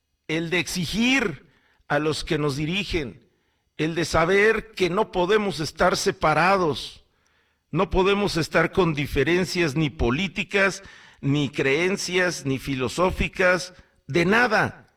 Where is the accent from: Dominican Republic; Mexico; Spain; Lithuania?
Mexico; born there; soy mexicano y me encanta más mi país. Es el en el que nací, es en el que nacieron mis ancestros